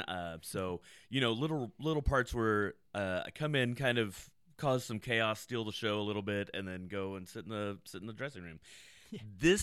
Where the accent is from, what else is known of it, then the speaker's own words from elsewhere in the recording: Bryan, Texas, United States; So yes, I am from Bryan College Station. Well, I mean, yes, my family moved here when I was like 8.